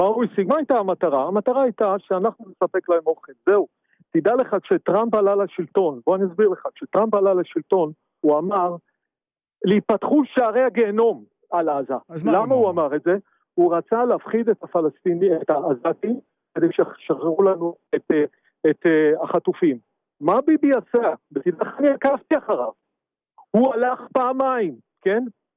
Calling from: Holon, Tel Aviv District, Israel; אני גר בחולון

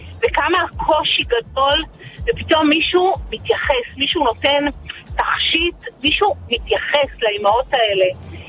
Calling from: Elkana, West Bank, Israel; אני מאלקנה.

